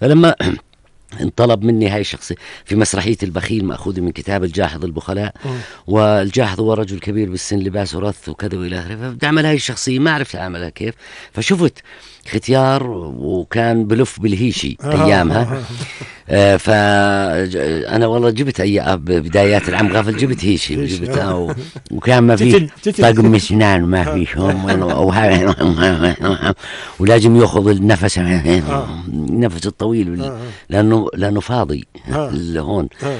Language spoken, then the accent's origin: Arabic; Jordan; accent: Jordanian; انا ما بحكي هاي لهجتي الاردنيه البسيطه